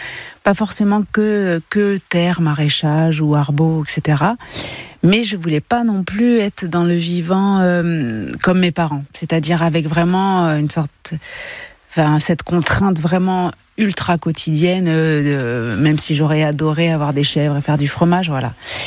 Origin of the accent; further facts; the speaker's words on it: Centre-Val de Loire, France; born there; moved away; also born or lived in Normandy; Alors moi, je viens de la Sologne. Je suis née vraiment à côté du château de Chambord, mais voilà, c'est un mix de Normandie et de Sologne, avec une famille viticulteurs et éleveurs aussi en vaches laitières.